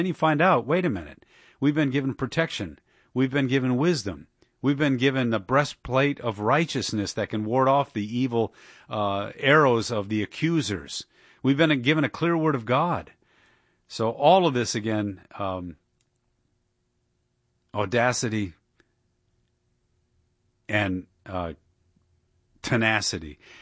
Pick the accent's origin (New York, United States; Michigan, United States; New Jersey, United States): Michigan, United States; Dearborn; my hometown of Dearborn